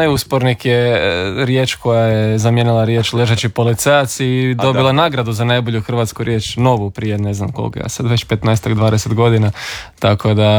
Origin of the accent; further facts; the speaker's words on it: Croatia; Lako za Europu, Krešo, ali kod nas u Hrvatskoj, odete li na jug, nećete jesti jednako kao što jedete na sjeveru države, a mi smo jedna od manjih država, tako da.